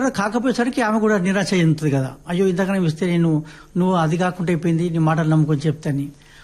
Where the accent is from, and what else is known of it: Shahrajipet, Telangana, India; born or raised there